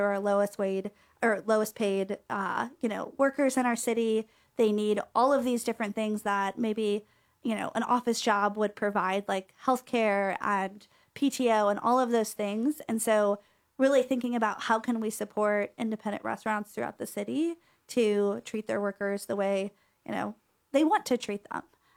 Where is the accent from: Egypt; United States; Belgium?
United States; Ohio; now in Austin, United States; I'm from Ohio.